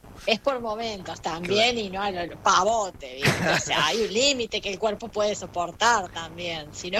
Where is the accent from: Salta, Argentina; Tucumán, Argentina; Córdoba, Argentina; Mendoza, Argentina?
Córdoba, Argentina; Bueno, como buena cordobesa, ¿qué vamos a hacer?